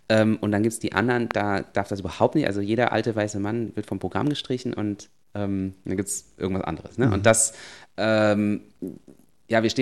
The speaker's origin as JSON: {"language": "German", "country": "Germany", "tie": "born there", "said": "Also ich selber, ja, ich bin geboren in Deutschland von einem sogenannten bio-weißen deutschen Vater und einer koreanischen Mutter."}